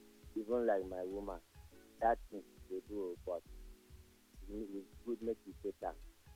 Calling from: Ifako, Lagos, Nigeria; I'm calling from Ifakor.

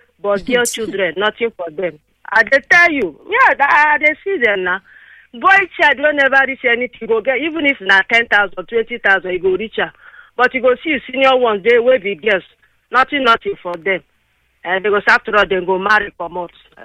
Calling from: Imo, Nigeria; Yeah, I come from Imo State, but I married Abia from Abia.

